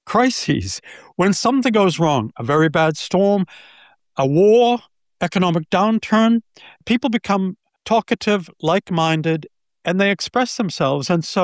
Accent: United States; And every time I said I'm an American, they had something to tell me.

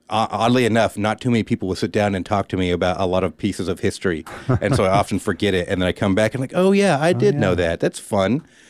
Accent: Alaska, United States; I'm originally from South Central Alaska.

